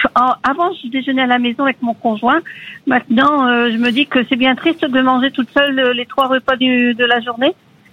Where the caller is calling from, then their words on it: Hauts-de-France, France; Près de Lille.